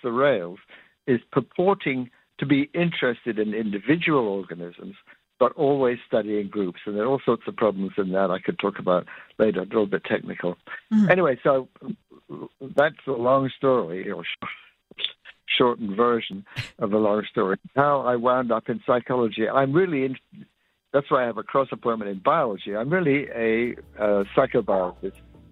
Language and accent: English; England, United Kingdom; moved away; I grew up in England